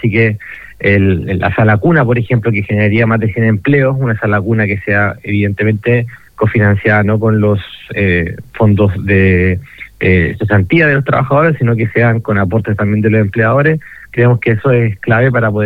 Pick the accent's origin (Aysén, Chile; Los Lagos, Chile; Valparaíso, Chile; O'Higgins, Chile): Valparaíso, Chile; Somos latinoamericanos, somos porteños.